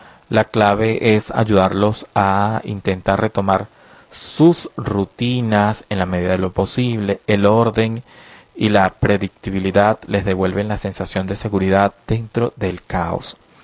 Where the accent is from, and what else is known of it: Venezuela